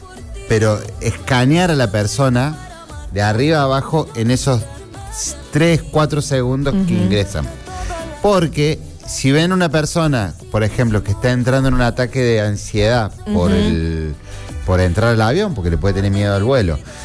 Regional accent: Córdoba, Argentina; Nosotros somos de Río Seco.

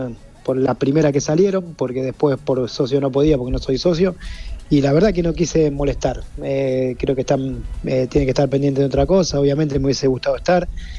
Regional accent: Arroyo Seco, Santa Fe, Argentina; Sí, yo soy de Arroyo Seco

